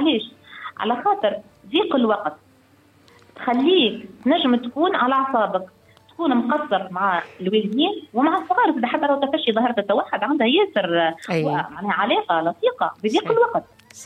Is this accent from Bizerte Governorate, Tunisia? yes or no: yes; Bizerte Governorate, Tunisia; عندنا في بنزرت